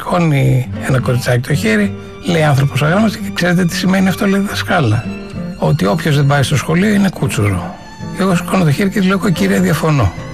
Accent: Thessaloniki, Central Macedonia, Greece; Θυμάμαι πάρα πολύ έντονα στην Θεσσαλονίκη, εκεί που μεγάλωσα, Αριστοτέλους και Τσιμισκή, ένα περίπτερο

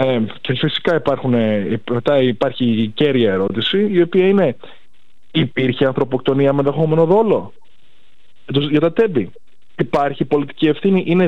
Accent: Greece; να είμαι περήφανος για την πατρίδα μου σήμερα. Όχι μόνο για την ιστορία της. Θέλω να είμαι περήφανος για τη σύγχρονη Ελλάδα

